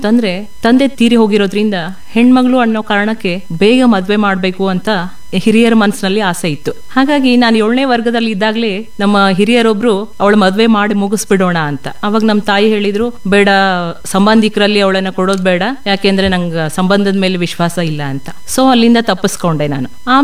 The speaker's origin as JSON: {"language": "Kannada", "town": "Athani", "region": "Karnataka", "country": "India", "tie": "born there", "said": "ನನ್ನ ಹುಟ್ಟು ಶ್ರೀ ಅಥಣಿ ಮುರುಗೇಂದ್ರ ಶಿವಯೋಗಿಗಳ ಪುಣ್ಯ ತಪೋಭೂಮಿಯಾದ ಅಥಣಿಯಲ್ಲಿ ನನ್ನ ಜನನ."}